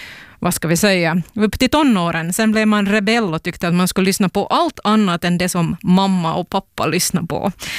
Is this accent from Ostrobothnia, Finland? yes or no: no; Ekenäs, Uusimaa, Finland; från vardagsrummet där hemma i Ekenäs.